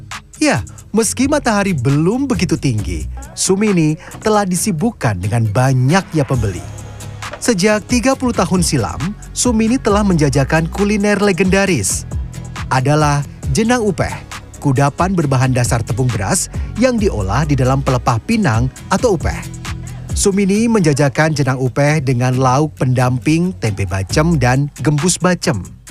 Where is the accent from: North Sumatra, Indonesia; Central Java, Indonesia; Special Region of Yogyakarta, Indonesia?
Special Region of Yogyakarta, Indonesia; Yogyakarta; Sebagai orang Yogya yang masuk Gen Z, saya pun penasaran mencobanya.